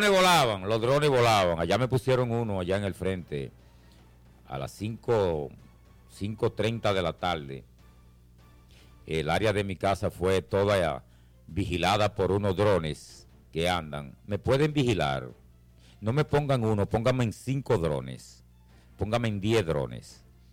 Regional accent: Dominican Republic

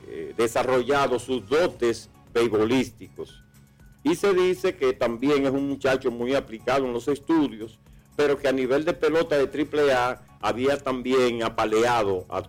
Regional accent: Dominican Republic

